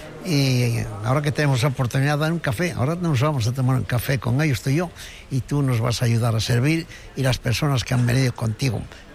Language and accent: Spanish; Asturias, Spain; born there; Nací allí en Asturias